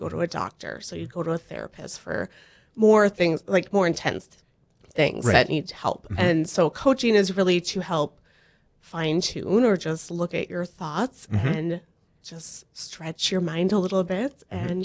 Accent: Buchanan, North Dakota, United States; moved away as an adult; also born or lived in Wahpeton / Valley City; now in Courtenay, United States; I'm originally from Buchanan

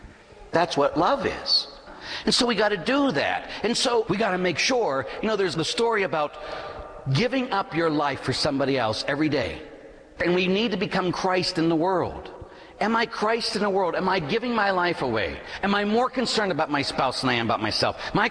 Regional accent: Pittsburgh, Pennsylvania, United States; born or raised there

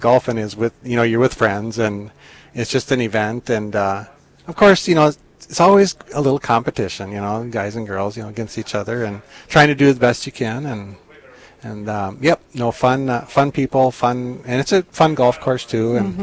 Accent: Hebron, North Dakota, United States; Yes, I grew up in Hebron, North Dakota on a ranch. Went to the University of North Dakota

